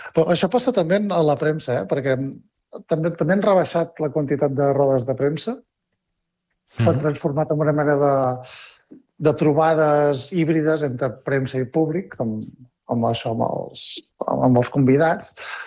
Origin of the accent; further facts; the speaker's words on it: Catalonia, Spain; sobretot qui vingui de fora, com és el nostre cas, no? Jo en el meu cas vinc del Ripollès